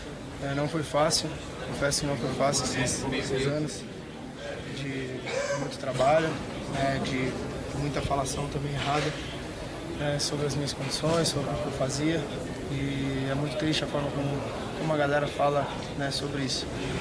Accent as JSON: {"language": "Portuguese", "country": "Brazil", "said": "Cara, eu sou brasileiro como você também é, né?"}